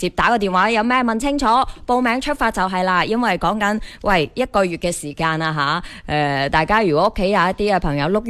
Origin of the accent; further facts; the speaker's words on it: Guangdong, China; 啱唔啱我哋广东人口味先？